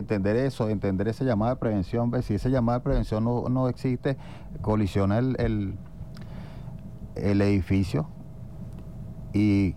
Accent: Venezuela

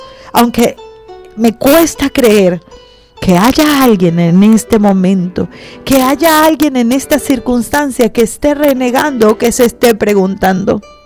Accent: Venezuela; el escenario que estamos viviendo como venezolanos

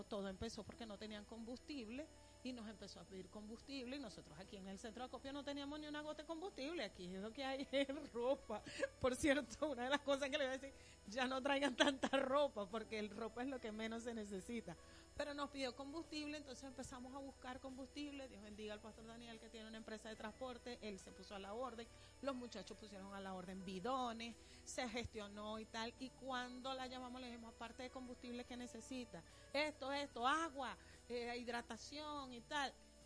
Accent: Venezuela; Yo pienso que en Venezuela

